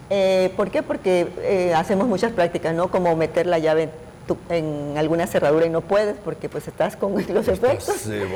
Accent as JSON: {"language": "Spanish", "country": "Mexico", "said": "todos como mexicanos, todos participemos en estos ejercicios de evacuación."}